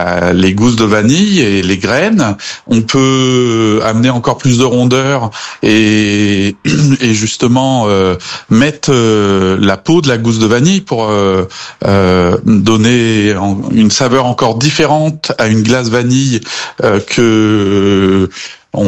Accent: Republic of the Congo; also born or lived in Cameroon / Ivory Coast; Alors oui, j'ai grandi en Afrique, au Congo, au Cameroun et en Côte d'Ivoire, grâce à mes parents qui étaient expatriés et qui travaillaient là-bas.

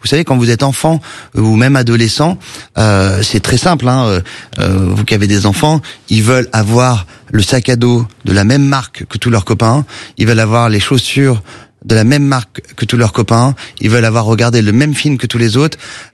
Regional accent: Saint-Cloud, Île-de-France, France; mon enfance à Saint-Cloud

